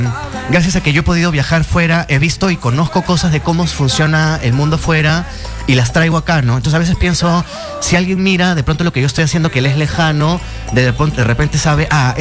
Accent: Peru; Y la confianza es lo que yo creo que nos falta como peruanos

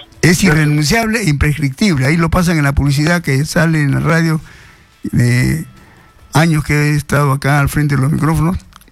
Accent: Chincha Alta, Ica, Peru; con la más alta votación en mi tierra, en Chincha.

